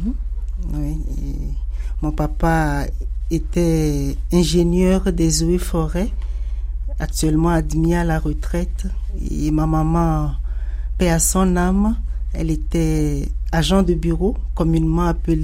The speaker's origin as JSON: {"language": "French", "country": "Togo", "tie": "born or raised there", "moved": "yes", "said": "Oui, je suis originaire du Togo. Le Togo, c'est un petit pays de l'Afrique de l'Ouest, d'une superficie de 56 700 km² et d'environ 9 millions d'habitants."}